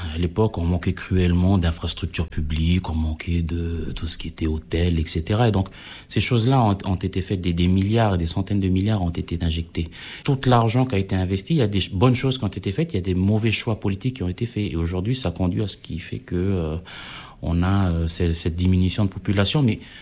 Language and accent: French; Ouvéa, Loyalty Islands Province, New Caledonia; moi, j'ai grandi à Ouvéa, j'ai grandi en tribu, je vis là-bas.